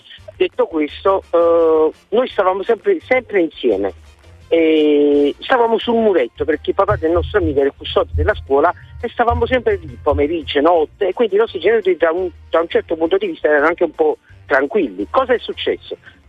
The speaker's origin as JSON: {"language": "Italian", "town": "Naples", "region": "Campania", "country": "Italy", "said": "io amo la mia terra, però poi sentisci queste cose, anche se comunque vengo da un ambiente, tu lo sai, ci hanno detto una volta, però comunque da napoletano mi fanno veramente male."}